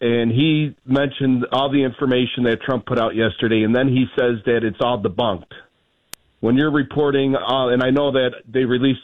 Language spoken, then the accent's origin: English; Illinois, United States; Hey, I'm formerly from Illinois. I got out of that crappy state.